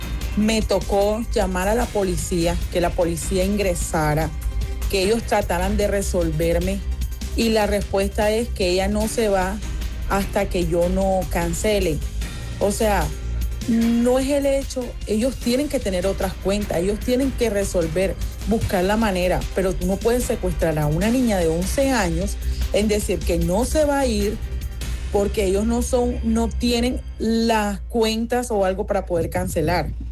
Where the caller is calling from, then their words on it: Galapa, Atlántico, Colombia; yo vivo en Galapa.